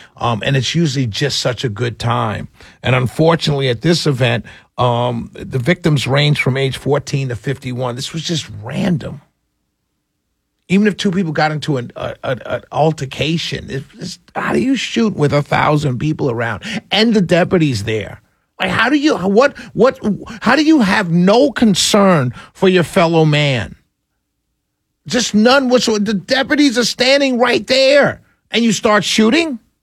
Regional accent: New York City, New York, United States; I grew up in New York City. People do this all the time, right? I grew up in Harlem, New York.

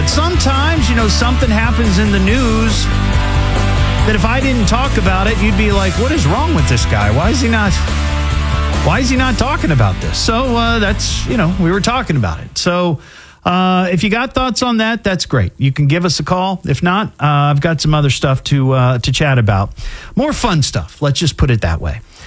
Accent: Beavercreek, Ohio, United States; I grew up in Beaver Creek

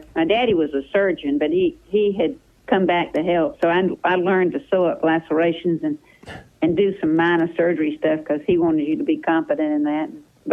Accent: Sandersville, Georgia, United States; I'm from Sandersville, Washington County, and my family's practiced medicine there for 200 years.

